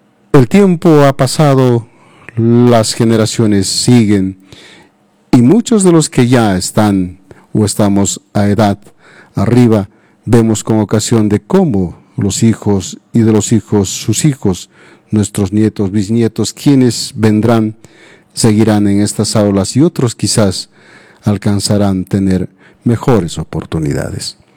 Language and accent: Spanish; Calca, Cusco, Peru; 7:33 de Calca, nuestra tierra, cultura de mi tierra